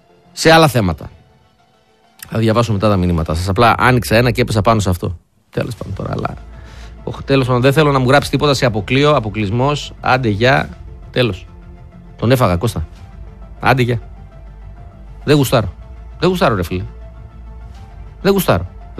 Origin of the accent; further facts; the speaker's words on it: Greece; Για την Ελλάδα, γιατί είμαι Έλληνας.